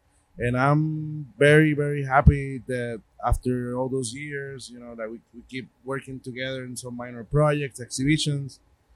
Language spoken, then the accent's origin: English; Puerto Rico; accent: Puerto Rican